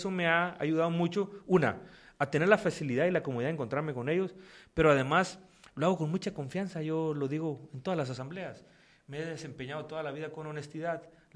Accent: La Reforma, Sinaloa, Mexico; moved away as an adult; now in Culiacán, Mexico; yo estoy muy orgulloso de haber nacido y crecido en la Reforma. Y ahí viví hasta mis 18 años, que fue cuando terminé la prepa. Ya luego me mudé a Culiacán, ahí me puse a estudiar, ahí vinieron luego mis hijas, ya me quedé en Culiacán.

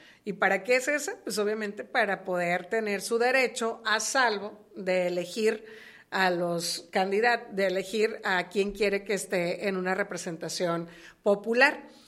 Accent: Ohuira, Sinaloa, Mexico; Yo de Ohuira.

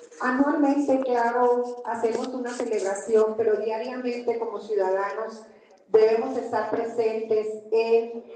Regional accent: Mexico

